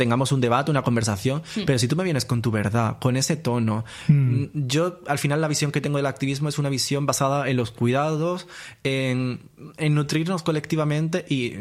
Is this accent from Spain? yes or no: yes; Andalusia, Spain; accent: Andalusian; a mí se me va el acento andaluz, hablo como más neutro, no sé qué. Las redes sociales me hicieron así, estoy como luchando con eso.